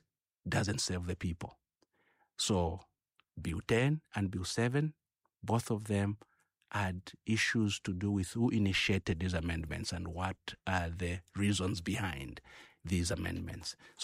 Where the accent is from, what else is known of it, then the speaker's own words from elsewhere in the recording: Copperbelt, Zambia; I'm Bemba, I'm from the Copper Belt.